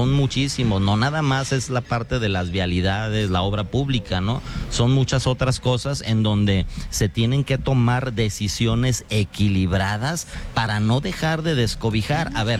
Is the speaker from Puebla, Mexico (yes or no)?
no; Irapuato, Guanajuato, Mexico; soy de Irapuato, fresero